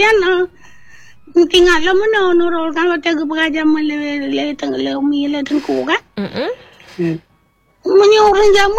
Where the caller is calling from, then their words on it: Aceh, Indonesia; kita orang Aceh ya.